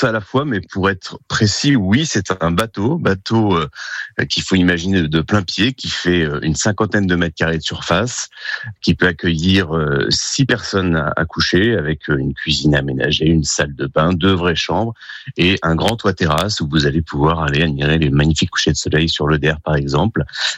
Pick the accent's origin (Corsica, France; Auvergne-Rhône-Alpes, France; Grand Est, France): Grand Est, France; moved away; moi je suis au Marnais, je suis né en Haute-Marne, que j'ai quitté il y a de nombreuses années.